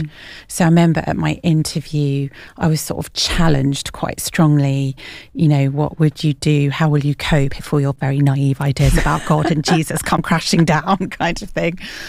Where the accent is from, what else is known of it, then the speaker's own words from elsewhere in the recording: Australia; born there; So, I was born in Australia.